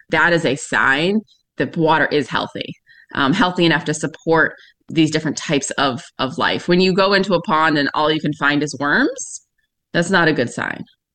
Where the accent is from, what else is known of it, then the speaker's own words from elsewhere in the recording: Oak Bluffs, Massachusetts, United States; I'm from Oak Bluffs, born and raised in Oak Bluffs.